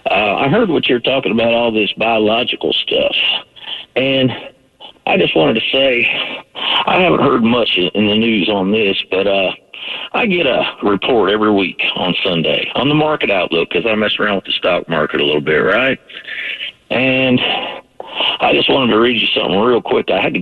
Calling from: Alabama, United States; But anyway, I live up here in North Alabama in a pretty technical technology town.

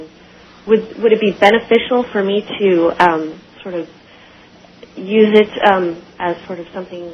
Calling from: Sacramento, California, United States; I'm in Sacramento, California.

